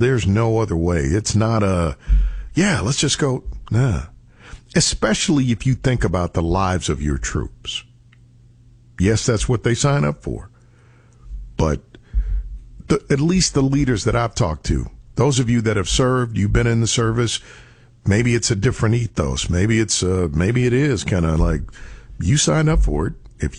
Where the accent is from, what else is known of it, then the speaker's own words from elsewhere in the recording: United States; I'm an American citizen. I'm a taxpayer.